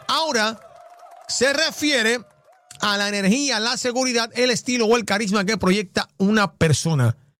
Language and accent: Spanish; Yauco, Puerto Rico; tenía que ser en Yauco, papi. En la high school de Yauco, de donde yo vengo, de donde yo salí.